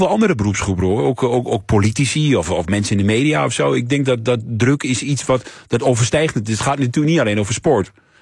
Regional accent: Glanerbrug, Overijssel, Netherlands; Omdat ik kom uit Glanenbrug, klein dorpje. Dorpje van niks eigenlijk, tussen Enschede en Duitsland.

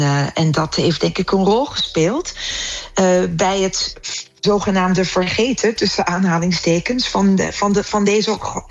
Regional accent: Netherlands

